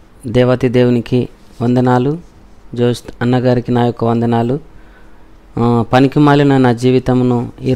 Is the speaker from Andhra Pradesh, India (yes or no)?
no; Nizamabad district, Telangana, India; మాది నిజామాబాద్ జిల్లా చిన్నవాల్గూడ్ సిరికొండ మండల్. ఒకప్పుడు నేను హిందువుగా బ్రతికే వ్యక్తినే